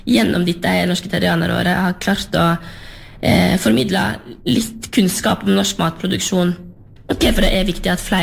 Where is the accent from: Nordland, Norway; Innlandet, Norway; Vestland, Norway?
Vestland, Norway; Luster; og jeg kommer jo fra Sørheim på sørsiden av Lustrafjorden, og etter hvert som jeg har vært større, så oppdaget jeg jo at verden større enn Sørheim